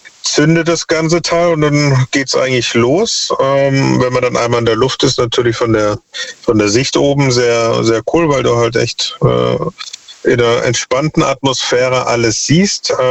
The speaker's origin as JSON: {"language": "German", "region": "Baden-Württemberg", "country": "Germany", "said": "Was willst du? Nähe Stuttgart."}